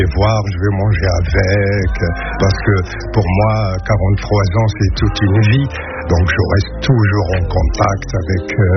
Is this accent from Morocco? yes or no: yes; Morocco; now in Lille, France; Ouais, je viens du sud, du sud. En fait, du sud de la Méditerranée, je viens du Maroc.